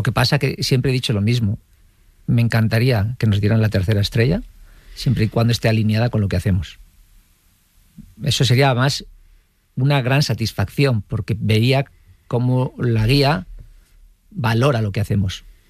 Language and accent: Spanish; Vitoria-Gasteiz, Basque Country, Spain; pero donde viví toda mi infancia, hasta que me marché de casa, que estaba en un barrio obrero en Zaramaga